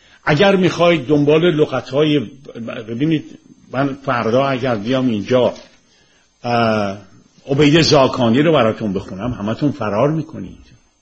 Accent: Iran; now in United States; این کار رو برای این میکنم که فکر میکنم بلایی که به سر من به عنوان یه جوان ایرانی اومد

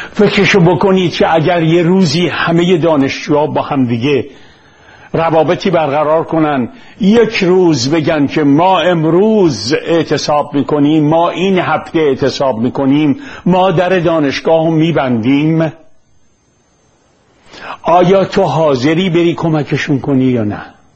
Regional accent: Iran; moved away; also born or lived in Kensington, London

